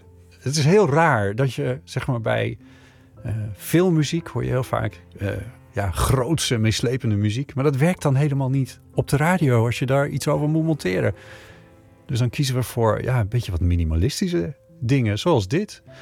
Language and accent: Dutch; Friesland, Netherlands; vroeger toen ik klein was in Friesland op een boerderij woonde.